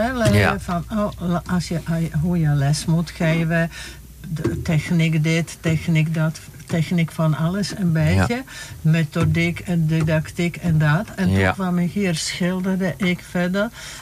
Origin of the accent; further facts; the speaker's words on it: Teplice, Ústí nad Labem Region, Czechia; Dutch is a second language; moved away as an adult; also born or lived in Sweden; now in Netherlands; Ik kom uit Teplice-Zenau. Dat is net over de grenzen waar vroege Oost-Duitsland heel dichtbij bij Dresden.